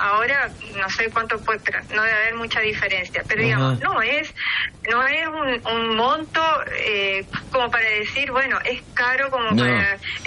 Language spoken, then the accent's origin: Spanish; Vera, Santa Fe, Argentina; Yo soy de Vera, ajá, ni siquiera soy de Reconquista.